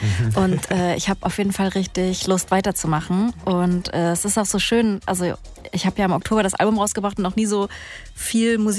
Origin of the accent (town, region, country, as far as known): Saxony, Germany